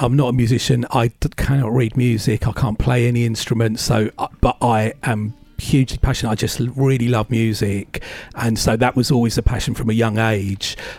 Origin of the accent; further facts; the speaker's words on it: London, United Kingdom; moved away as an adult; also born or lived in Nairobi, Kenya; now in Brighton, United Kingdom; Yeah, I'm originally born in Nairobi in Kenya, but I came to England, to London when I was four. But I went to uni in Brighton in 1989, and then I've lived down in Brighton ever since then.